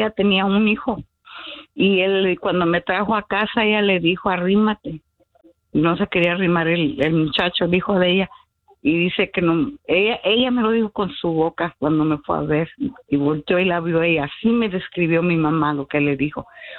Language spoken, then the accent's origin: Spanish; Chihuahua, Mexico; Ah, sí tengo la casa, sí sé que soy chihuahuense.